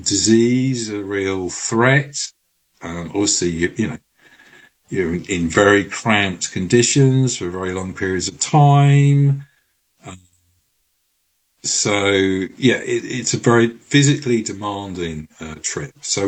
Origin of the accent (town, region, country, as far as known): London, United Kingdom